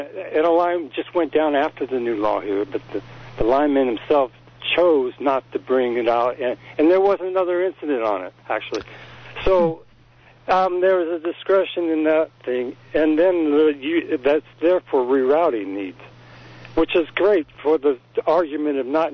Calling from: Royal Oaks, California, United States; Hi, Becky. … from Royal Oak.

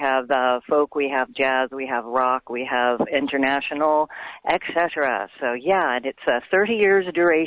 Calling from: San Juan Bautista, California, United States; I'm calling from San Juan Bautista

